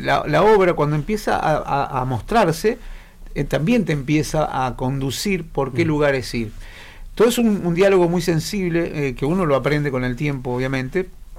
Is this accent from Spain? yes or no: no; Río Turbio, Santa Cruz, Argentina; Somos santacruceños y somos del viento, ¿no?